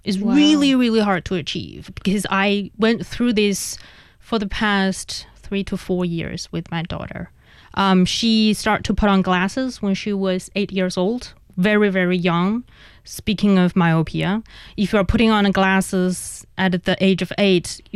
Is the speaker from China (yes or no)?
yes; Inner Mongolia, China; I'm from Inner Mongolia.